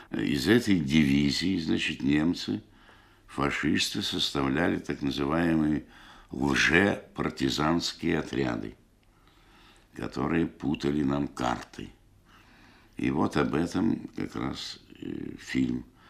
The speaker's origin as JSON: {"language": "Russian", "region": "Saint Petersburg", "country": "Russia", "tie": "born or raised there"}